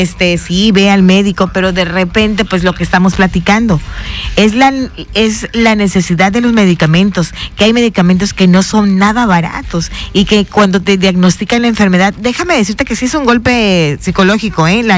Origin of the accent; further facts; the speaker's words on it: Mexico; así somos los mexicanos. Y yo me incluyo